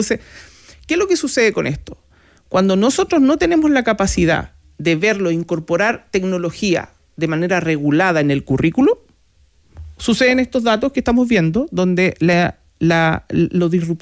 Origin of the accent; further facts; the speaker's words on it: Punta Arenas, Magallanes and Chilean Antarctica, Chile; moved away; Y yo soy de Punta Arenas, imagínate.